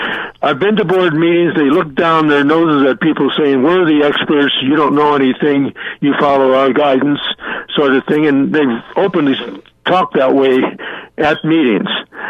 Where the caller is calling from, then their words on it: Canterbury, Connecticut, United States; I'm calling from Canterbury.